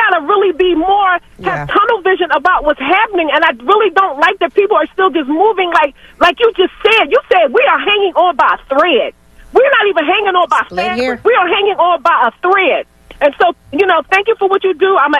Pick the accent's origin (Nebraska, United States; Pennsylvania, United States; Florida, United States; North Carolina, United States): Pennsylvania, United States; Philadelphia; now in Jenkintown, United States; I live a little bit outside. I was born and raised in Philly. Live a little outside, right in Jenkintown. But I'm born and raised in Philly all day